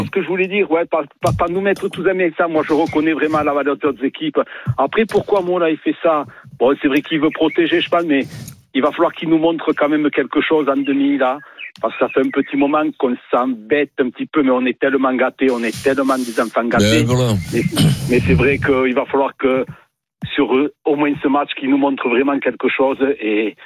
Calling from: Toulouse, Occitanie, France; De Toulouse.

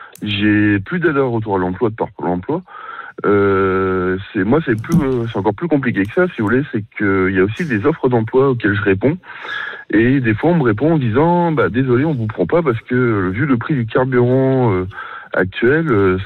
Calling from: Centre-Val de Loire, France; Je suis au sud de l'Indre-et-Loire, entre Loche et Saint-Aignan. Donc si vous voulez, je suis pas loin du Beauval.

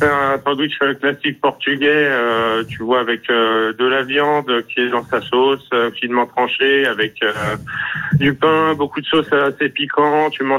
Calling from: Limoges, Nouvelle-Aquitaine, France; J'habite à Limoges.

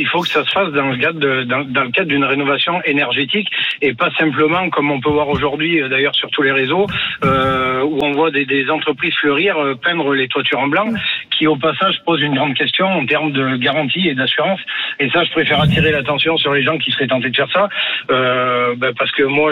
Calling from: Auvergne-Rhône-Alpes, France; chez nous, dans la Drôme

